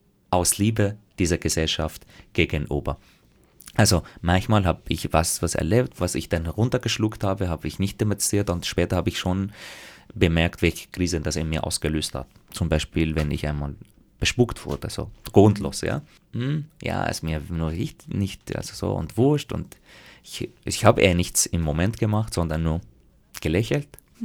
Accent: Graz, Styria, Austria; ich komme aus Graz, wenn ich wo unterwegs war, dann war gleich die Frage, wo ich so wirklich her?

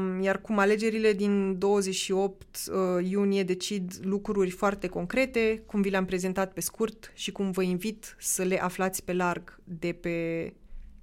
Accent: Romania; now in Graz, Austria; eu sunt român brea, așa că hai să vorbim puțin despre asta

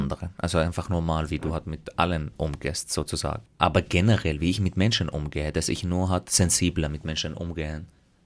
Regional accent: Graz, Styria, Austria; ich dann versucht habe zu sagen, ich komme aus Graz, wenn ich wo unterwegs war, dann war gleich die Frage, wo ich so wirklich her

